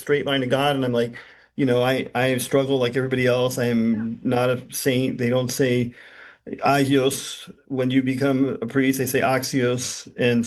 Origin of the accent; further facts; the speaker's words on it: Pasadena, California, United States; I was born and raised in California. My formative years, I guess, were at St. Anthony's in Pasadena